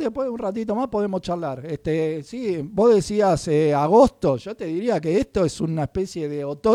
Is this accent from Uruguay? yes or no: yes; Uruguay; now in Buenos Aires, Argentina; nosotros cuando éramos chicos en Uruguay, que tenemos dicho para todo